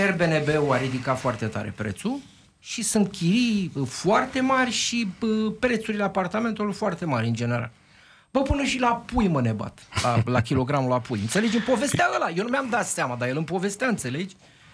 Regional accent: Romania

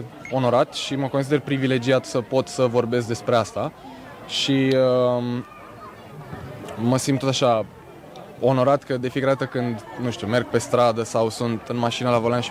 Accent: Romania; de unde ești? Și spun, e România

